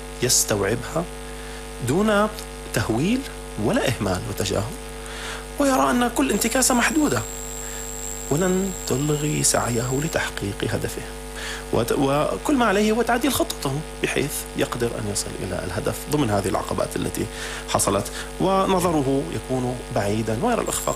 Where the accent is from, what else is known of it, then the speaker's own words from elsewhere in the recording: Syria; كلنا كسوريين بعد 14 سنة من المعاناة